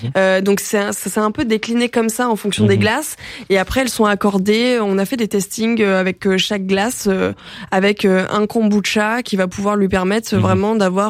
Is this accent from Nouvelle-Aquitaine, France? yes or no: no; Provence-Alpes-Côte d'Azur, France; qu'est-ce que j'aime à l'apéro l'été quand je suis chez moi en Provence.